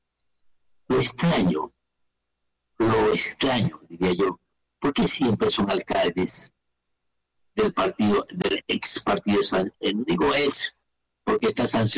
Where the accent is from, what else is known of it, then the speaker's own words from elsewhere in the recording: Ecuador; now in Durán, Ecuador; precautelar nuestra inversión como ecuatoriano a los guayaquileños, porque ahora que estoy en Durán, soy durandeño.